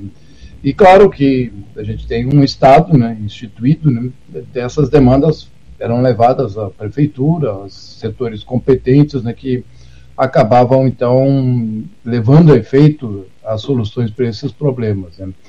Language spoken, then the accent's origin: Portuguese; Rio Grande do Sul, Brazil; E principalmente nós que somos gaúchos, né?